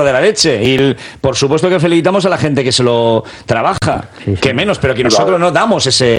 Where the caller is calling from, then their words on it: Badajoz, Extremadura, Spain; de Badajoz.